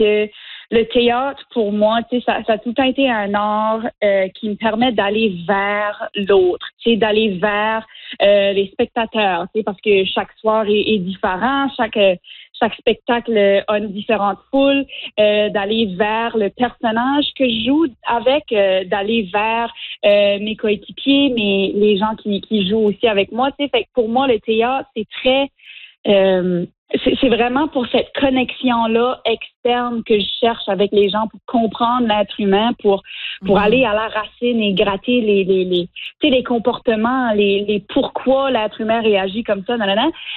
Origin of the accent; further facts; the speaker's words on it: Chéticamp, Nova Scotia, Canada; first language French; moved away as an adult; now in Moncton, Canada; j'ai grandi à Sitka en Nouvelle-Écosse, hein. Ça fait nous autres, tu sais, le français, la francophonie a été beaucoup, beaucoup assimilée.